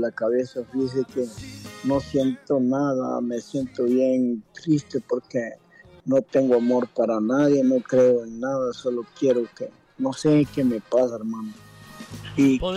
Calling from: Comayagüela, Francisco Morazán, Honduras; De acá, de Comayagüela, de la colonia Vista Hermosa Norte.

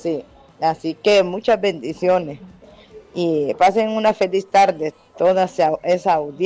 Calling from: El Progreso, Yoro, Honduras; del Progreso Lloro

